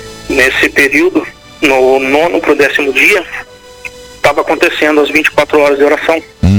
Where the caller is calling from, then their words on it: Fazenda Rio Grande, Paraná, Brazil; Fazenda Rio Grande, região metropolitana de Curitiba.